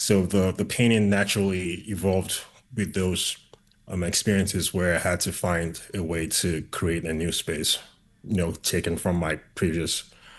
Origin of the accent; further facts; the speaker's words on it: Nigeria; now in United States; my immigration from Nigeria to the US